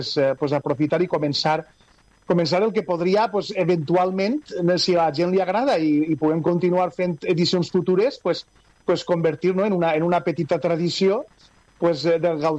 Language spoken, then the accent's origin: Catalan; Alfarrasí, Valencian Community, Spain; Ah, per a mi és tot un orgull i tot un honor estar en el meu poble i tindre l'oportunitat de compartir la meva passió per les estrelles amb els veïns del meu poble.